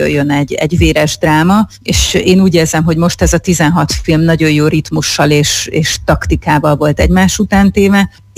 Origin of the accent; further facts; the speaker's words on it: Hungary; mint én magyarként